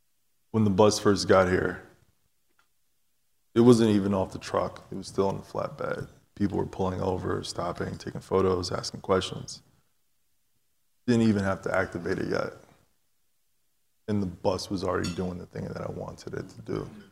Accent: New York, United States; moved away as an adult; now in Cleveland, United States; I'm a New Yorker, so there's New York and the rest of the world.

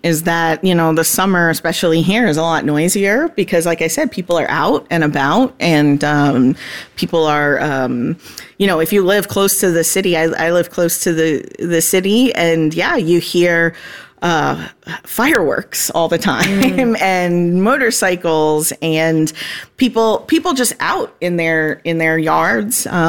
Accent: Florida, United States; now in Ohio, United States

